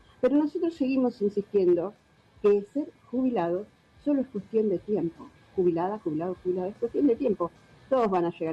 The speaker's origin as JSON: {"language": "Spanish", "town": "Bella Vista", "region": "Buenos Aires Province", "country": "Argentina", "said": "yo soy de Bellavista, en Hurlingham"}